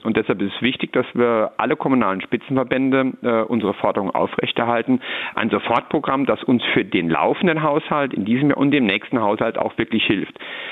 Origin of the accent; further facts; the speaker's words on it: St. Ingbert, Saarland, Germany; Nur, das ist zum Beispiel bei meiner Heimatstadt St. Ingbert allein schon durch die Erhöhung der Kreisumlage aufgefressen worden.